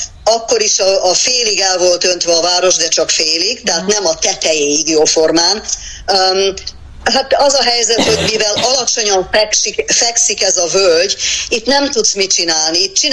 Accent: Hungary; now in Australia; én magyar vagyok

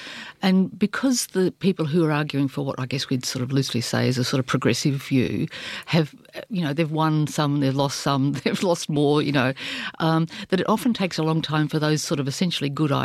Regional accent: Australia; So for me, being Australian is not about driving a ute and going and, you know, doing oi, oi, oi stuff.

